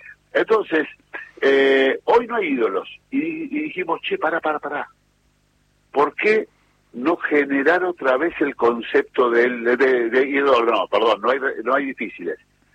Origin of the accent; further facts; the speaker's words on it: Adrogué, Buenos Aires Province, Argentina; mi escuela de chico en Adrogué